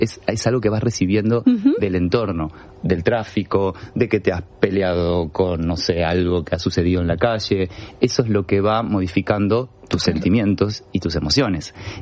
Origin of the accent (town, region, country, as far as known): Argentina